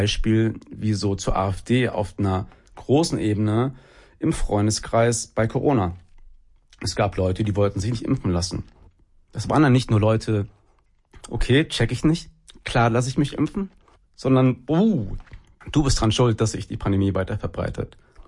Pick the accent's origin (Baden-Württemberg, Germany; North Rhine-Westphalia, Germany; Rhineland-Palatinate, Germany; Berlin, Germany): North Rhine-Westphalia, Germany; Cologne; ich komme aus Köln-Ehrenfeld, das ist ein durch und durch gentrifiziertes Viertel, in dem 50% Grün wählen und 25% links.